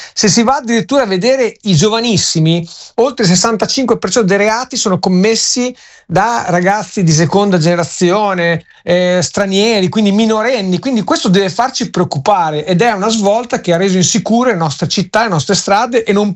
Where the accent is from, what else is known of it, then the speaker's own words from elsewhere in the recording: Emilia-Romagna, Italy; sono romagnolo a Villa Verucchio